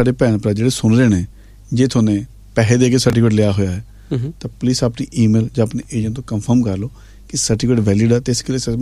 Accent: Patiala, Punjab, India; ਮੈਂ ਖੁਦ ਪਟਿਆਲੇ ਤੋਂ ਹਾਂ, ਮੈਂ ਪੰਜਾਬੀ ਐਮ ਐਫ ਹਾਂ ਨਾ

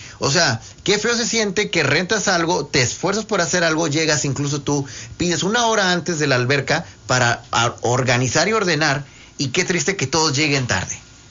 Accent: Mexico; como mexicanos tenemos que volver a confirmar ese sí

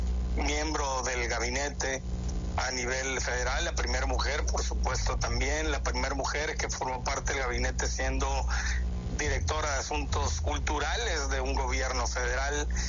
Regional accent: Nuevo Laredo, Tamaulipas, Mexico; yo soy originario de Nuevo Laredo

